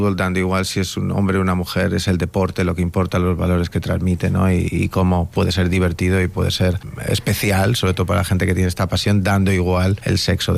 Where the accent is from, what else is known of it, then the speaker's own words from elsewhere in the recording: Spain; yo siempre soy muy español, pero ya estoy un poco también globalizado, pero siempre sí, siempre muy orgulloso de mi país, de mis raíces, de donde soy, y intentando defender y llevar la bandera de España